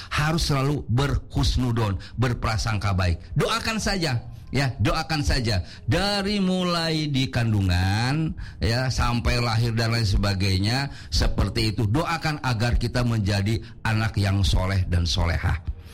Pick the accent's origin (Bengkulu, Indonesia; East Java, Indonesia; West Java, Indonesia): West Java, Indonesia; Subang; also born or lived in Bandung; Dulu saya waktu SMP sekolah di Subang, Pak Kasmo, di Kecamatan Jalan Cagak, di SMP Jalan Cagak, karena orang tua saya pada saat itu bekerja di perkebunan Ciater. Jadi perkebunan Ciater, sekolah SD-nya di Ciater di Subang, SMP-nya di Jalan Cagak Subang